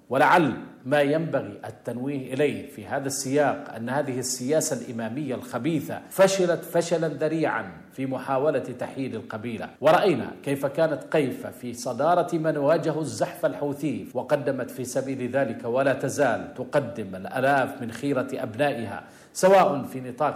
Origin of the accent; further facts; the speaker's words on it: Yemen; لنا كيمنيين